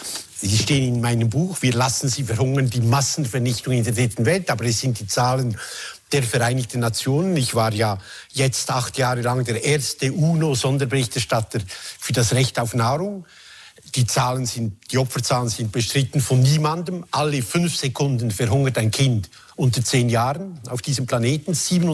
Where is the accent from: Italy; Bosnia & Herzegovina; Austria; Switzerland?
Switzerland; Ich bin in der Schweiz aufgewachsen.